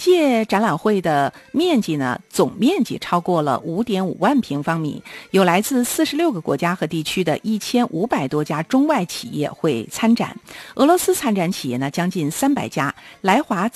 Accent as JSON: {"language": "Chinese", "town": "Harbin", "region": "Heilongjiang", "country": "China", "said": "咱们这个哈尔滨人都说江燕儿啊"}